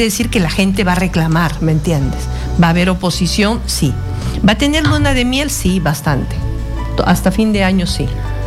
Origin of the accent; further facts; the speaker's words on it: Huánuco, Peru; yo soy de Huánuco